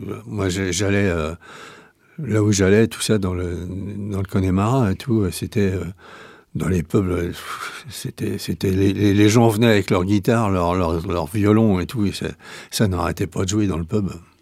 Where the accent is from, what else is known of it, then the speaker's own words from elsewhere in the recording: Nantes, Pays de la Loire, France; Eh ben, je suis nantais, oui.